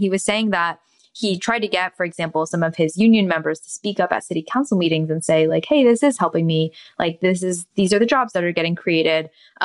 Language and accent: English; Milwaukee, Wisconsin, United States; When I was growing up in Milwaukee, like we knew that when we saw like the smokestacks and we heard the noise, that was what was gonna feed our kids